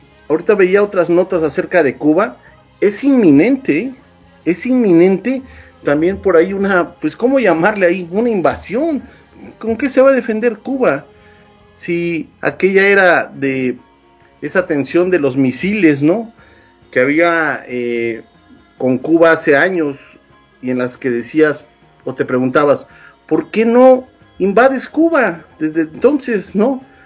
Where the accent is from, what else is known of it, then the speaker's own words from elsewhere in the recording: Mexico; Y no se trata de defender a nuestro país como mexicanos, sino de pedir justicia, claro, justicia.